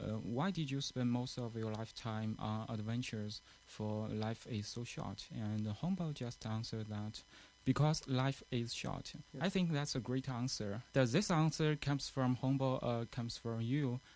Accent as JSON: {"language": "English", "country": "China", "lives_now": "London, United Kingdom", "said": "I'm from China, and … I'm now studying in London."}